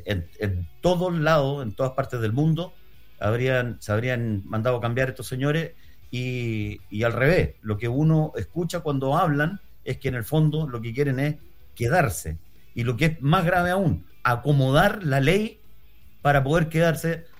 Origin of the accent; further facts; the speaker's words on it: Valparaíso, Chile; es una tradición que como porteños no debiéramos perder, no se debiera perder. El amor al básquetbol, el campeonato de Valparaíso se juega desde el año 1922